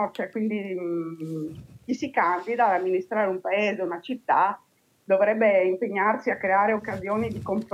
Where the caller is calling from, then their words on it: Friuli-Venezia Giulia, Italy; io sono del Friuli Venezia Giulia